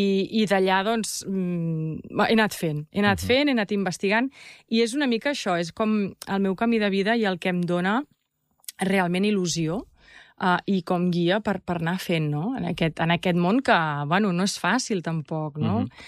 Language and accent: Catalan; Catalonia, Spain; perquè més jo he crescut molt a l'Empordà, m'agrada molt el mar